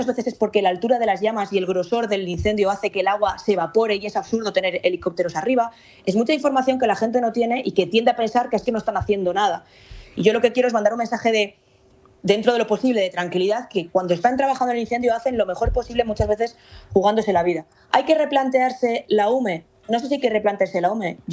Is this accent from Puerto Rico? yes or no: no; Castile and León, Spain; Pablo Fernández, que es de mi tierra, León